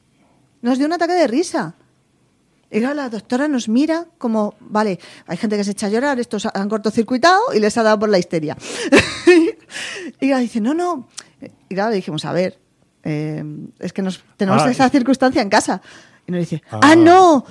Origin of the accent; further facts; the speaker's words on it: Community of Madrid, Spain; pues somos de Sanse, Alcobendas, Algete, perdón, Coveña.